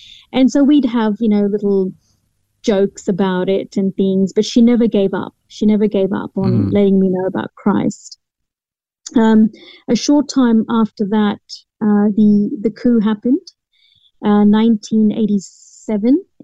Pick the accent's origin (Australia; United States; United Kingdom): United Kingdom; England; born there; and then moved across to England, where my father pursued law, and that's where I was born.